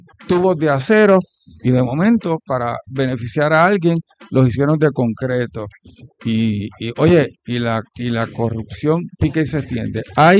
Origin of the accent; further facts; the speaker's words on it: Puerto Rico; tenemos que ser los puertorriqueños los que decidamos qué vamos a hacer con nuestra relación con los Estados Unidos.